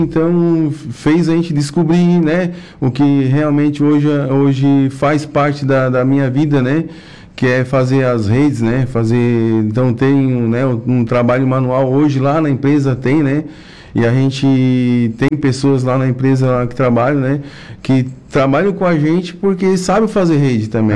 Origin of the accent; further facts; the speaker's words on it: Imaruí, Santa Catarina, Brazil; also born or lived in Forquilhinha / Criciúma; now in Araranguá, Brazil; a gente é natural da cidade de Maruí, né, e filho de pescador, também sou pescador também